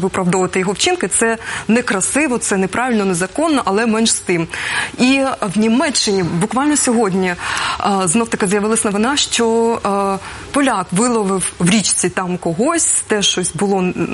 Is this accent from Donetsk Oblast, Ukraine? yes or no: no; Sumy, Sumy Oblast, Ukraine; недалеко від моїх рідних Сум